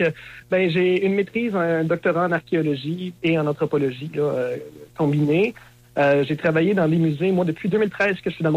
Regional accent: Quebec, Canada; born there; Moi, je suis né en Montérégie, mais mon père vient de Trois-Pistoles, donc j'ai passé mes étés dans le bas du fleuve plusieurs mois.

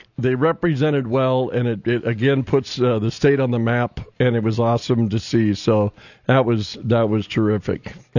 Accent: Fargo, North Dakota, United States; I'm from Fargo

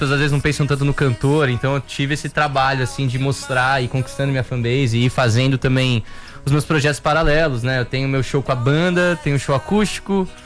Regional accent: Brazil; Ah, mas eu cresci no Brasil, né?

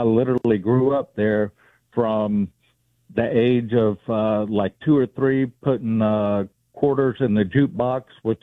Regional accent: Center Point, Alabama, United States; Growing up in on the main streets, actually, back then, they were the nice streets of Center Point, Alabama.

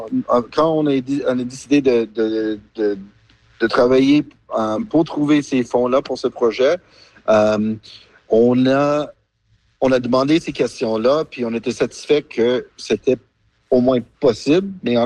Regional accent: Alberta, Canada; now in Quadra Island, Canada; moi, je viens de l'Alberta.

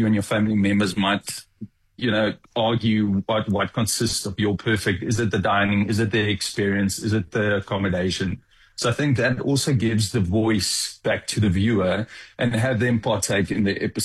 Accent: South Africa; I think being South African

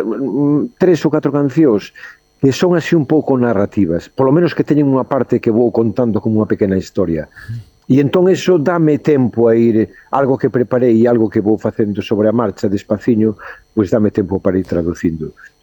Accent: Santiago de Compostela, Galicia, Spain; dos miembros son eu, que son galego de aquí, de Santiago.

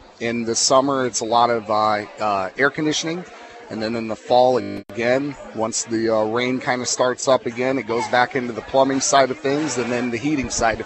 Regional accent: Mount Pulaski, Illinois, United States; born there; now in Springfield, United States; I was born in Mount Pulaski.

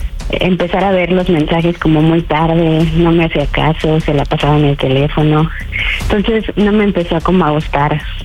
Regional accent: Cuernavaca, Morelos, Mexico; Tengo 38 años y soy de Cuernavaca.

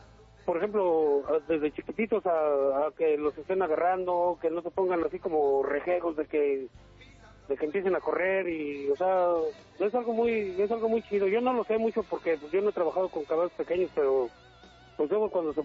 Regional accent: Nezahualcóyotl, State of Mexico, Mexico; now in United States; Yo soy originario, nacido en la Ciudad de México, pero criado un tiempecillo en Zagualcoyo, y ya después pues vagando por todo, ahora sí que por muchas partes de México, y hasta ahora estos 26 años de mi vida que he dejado por acá

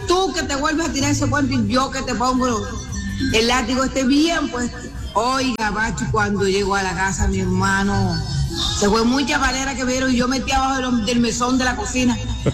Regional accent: Valledupar, Cesar, Colombia; yo vivía en Valledupar, César. Nosotros nos criamos allá en Valledupar

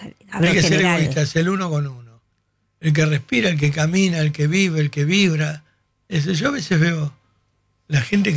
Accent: Argentina; Tenemos un país bárbaro. Yo cuando era chico, este país era el granero del mundo.

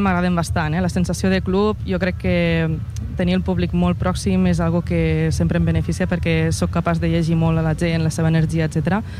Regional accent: L'Ametlla de Mar, Catalonia, Spain; now in Barcelona, Spain; Jo sóc de l'Ametlla de Mar.

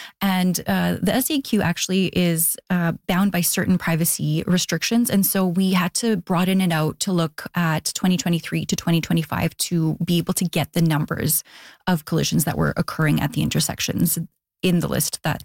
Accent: Edmonton, Alberta, Canada; also born or lived in Toronto; I grew up in Edmonton, lived in Toronto that has bike paths, but not nearly as many as Montreal.

